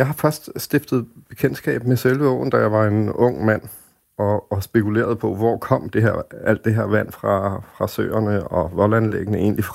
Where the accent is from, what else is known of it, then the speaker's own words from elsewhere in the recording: Copenhagen, Capital Region of Denmark, Denmark; Jamen, jeg er københavner og vokset op her, og jeg har altid synes, det var interessant med det her med formen på byen